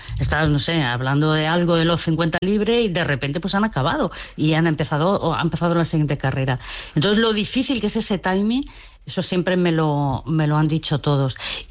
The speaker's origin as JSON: {"language": "Spanish", "town": "Alcaudete de la Jara", "region": "Castilla-La Mancha", "country": "Spain", "tie": "born or raised there", "accent": "Jara accent", "said": "sale muchísimo el acento jareño cuando estoy. Que es muy... Mi pueblo está muy cerquita de Cáceres, de la provincia de Cáceres."}